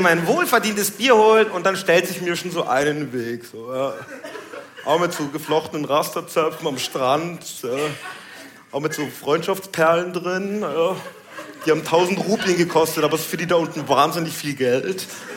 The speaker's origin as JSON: {"language": "German", "town": "Puchheim", "region": "Bavaria", "country": "Germany", "said": "aus Puchheim bei München."}